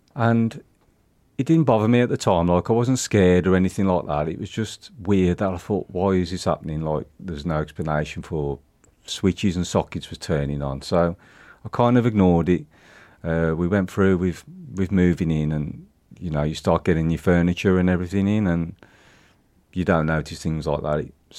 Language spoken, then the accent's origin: English; Tipton, West Midlands, United Kingdom; born there; also born or lived in Warsaw / Dudley Port / Great Bridge / Lye